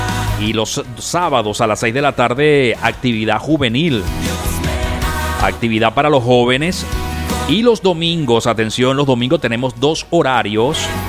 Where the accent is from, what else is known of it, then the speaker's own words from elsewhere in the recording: Venezuela; moved away; Cuando yo llegué de Venezuela, yo comencé a buscar una iglesia.